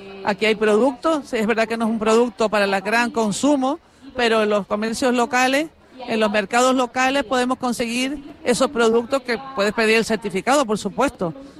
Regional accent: Canary Islands, Spain; somos los canarios muy muy proactivos

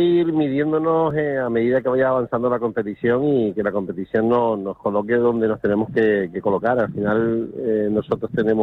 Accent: Canary Islands, Spain; moved away; yo que soy canario y encima claro. Soy de Gran Canaria

